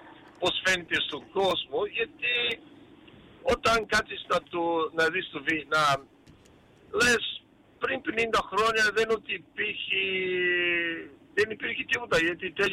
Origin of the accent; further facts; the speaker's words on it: Melbourne, Victoria, Australia; γιατί εγώ μεγάλωσα στο Σάντζον, δεν έλεγα Σάντζον, έλεγα από Μέλβον